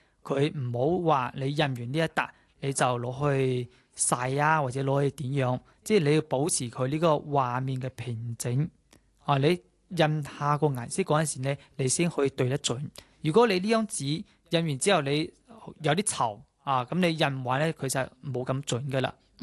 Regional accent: China; 咁对于我哋中国人嚟讲呢，可能考试呢係好漫长嘅一个过程。

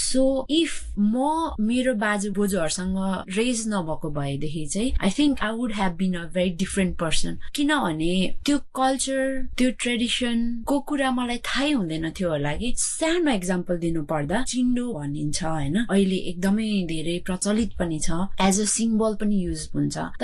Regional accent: Dharan, Koshi Province, Nepal; moved away as an adult; now in Hong Kong; म चाहिँ नेपालमा जन्मेको हुर्केको चाहिँ मेरो धरान मेरो पुर्ख्यौली घर चाहिँ भनेको भोजपुर, अनि माइग्रेसन हुँदै हुँदै आएको, अनि अहिले चाहिँ म हङकङमा छु

